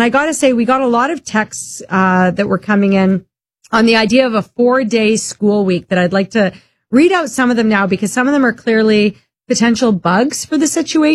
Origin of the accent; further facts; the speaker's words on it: Saskatchewan, Canada; also born or lived in Toronto; I lived in Toronto for a number of years, and when I would tell them I was from Saskatchewan